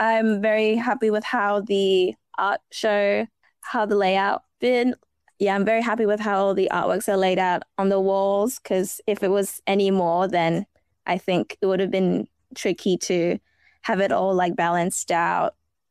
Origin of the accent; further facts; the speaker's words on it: Darwin, Northern Territory, Australia; I am born and bred in Darwin and I'm proud of that.